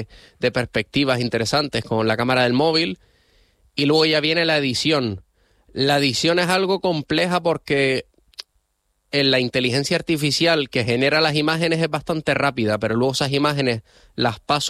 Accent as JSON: {"language": "Spanish", "town": "Las Palmas de Gran Canaria", "region": "Canary Islands", "country": "Spain", "tie": "born there", "said": "soy canario"}